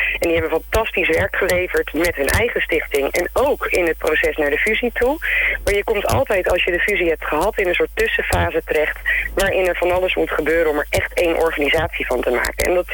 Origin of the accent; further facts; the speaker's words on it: Dordrecht, South Holland, Netherlands; Ik ben een Dordtenaar, geboren en getogen.